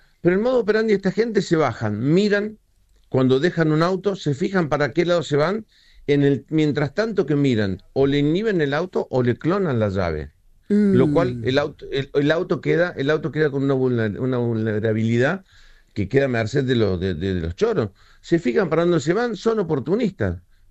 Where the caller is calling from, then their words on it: Córdoba, Argentina; yo hace 31 años que estoy en las altas cumbres.